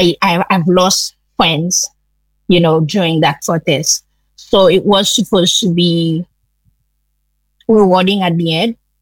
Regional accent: Jacmel, Sud-Est, Haiti; moved away as an adult; also born or lived in London; now in Puerto Rico; the road leading to Jacmel, my hometown

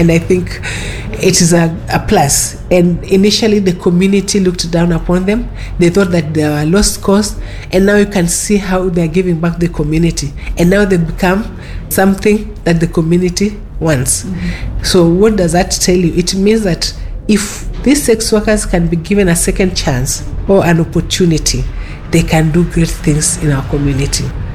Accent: Kilifi, Kilifi County, Kenya; I come from Kilifi. You know, I cannot travel to Kilifi. I do not have money to even be able to give a bribe so that they can allow me to go to my family.

